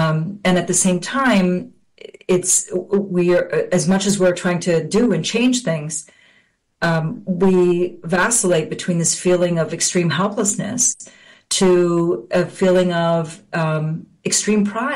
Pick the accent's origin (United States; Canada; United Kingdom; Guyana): Canada; moved away as an adult; now in Haifa, Israel; I was born in Canada and raised in Canada. I moved to Palestine many, many, many years ago. And I currently reside in Haifa. I'm a Palestinian who holds 48 citizenship.